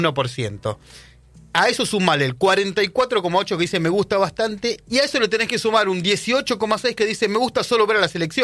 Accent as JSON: {"language": "Spanish", "country": "Argentina", "said": "A ver si somos termos los argentinos"}